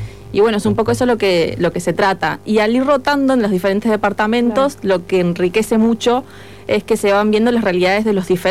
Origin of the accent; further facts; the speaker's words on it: Maldonado, Uruguay; Y soy de Maldonado